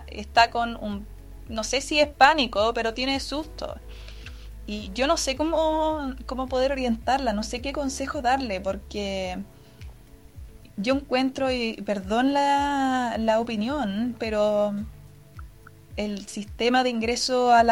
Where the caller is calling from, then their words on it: Santiago, Santiago Metropolitan Region, Chile; Yo soy de Santiago.